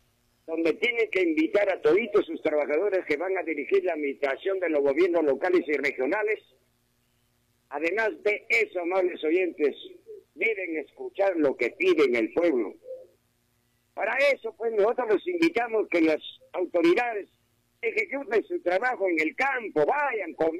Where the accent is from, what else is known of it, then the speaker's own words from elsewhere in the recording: Peru; now in Aguaytía, Peru; el que le hablo como peruano, que tengo 36 años